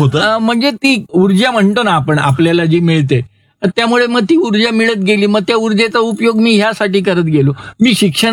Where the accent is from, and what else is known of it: Nashik, Maharashtra, India; born there